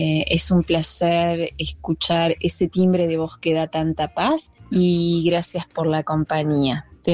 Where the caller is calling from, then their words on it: Dolores, Soriano, Uruguay; te hablo desde Uruguay, Dolores Soriano, enfrente a Entre Ríos, Gualeguaychú.